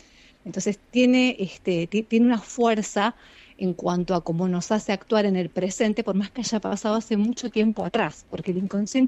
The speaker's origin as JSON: {"language": "Spanish", "country": "Argentina", "tie": "born or raised there", "said": "yo soy argentina, viví toda mi vida en Argentina"}